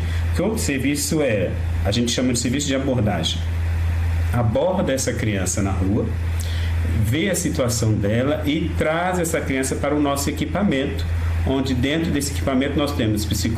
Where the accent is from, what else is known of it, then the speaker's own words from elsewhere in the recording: São Paulo, Brazil; Eu sou de São Paulo, tem hora que eu falo sinal ou semáforo, né?